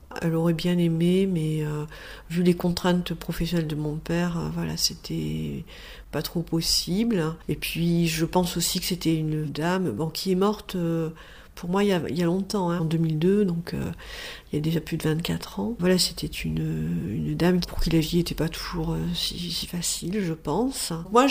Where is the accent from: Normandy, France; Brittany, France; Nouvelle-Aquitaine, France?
Nouvelle-Aquitaine, France; Ussel; born or raised there; also born or lived in Bergerac / Étampes / Bordeaux